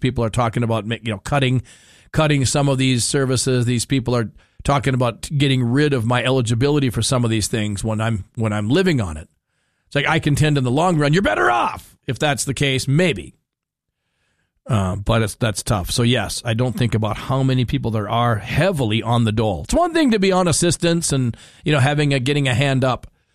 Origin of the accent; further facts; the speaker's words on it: Minnesota, United States; as a Minnesotan who has vacationed in most sectors in Minnesota